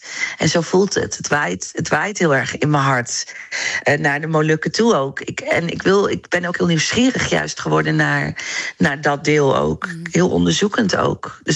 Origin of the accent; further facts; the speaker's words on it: Netherlands; Er werden vragen gesteld, waar kom je vandaan? Terwijl ik dacht, ik kom toch gewoon uit Nederland. Maar opa en oma kwamen dan ergens anders vandaan.